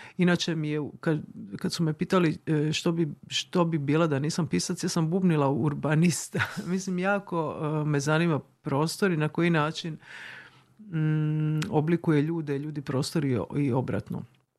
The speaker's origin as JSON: {"language": "Croatian", "town": "Trogir", "region": "Split-Dalmatia County", "country": "Croatia", "tie": "born or raised there", "also_born_or_lived": "Zadar", "moved": "yes", "lives_now": "Dubrovnik, Croatia", "said": "Ja sam Trogirka, rodom sad živim u Dubrovniku, živjela sam u Zadru."}